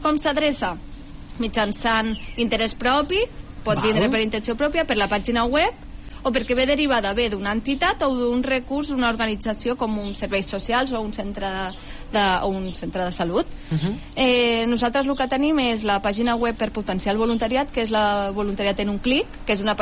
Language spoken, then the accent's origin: Catalan; Valencian Community, Spain; soc valenciana